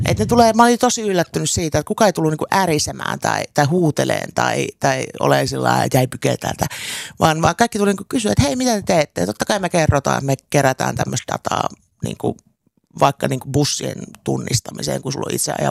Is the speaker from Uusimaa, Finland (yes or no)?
yes; Helsinki, Uusimaa, Finland; now in Oulu, Finland; tämä on tausta siitä, että mä oon helsinkiläinen.